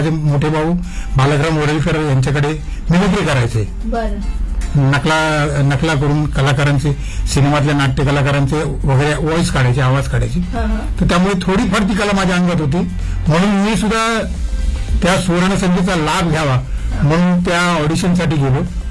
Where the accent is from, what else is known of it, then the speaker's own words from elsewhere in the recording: Mumbai, Maharashtra, India; मी आधी मुंबईत राहायचो. वरळी कोळीवाडा हे माझं गाव आणि कोळीवाडा म्हटलं की संपूर्ण कोळ्यांचं गाव आहे ते.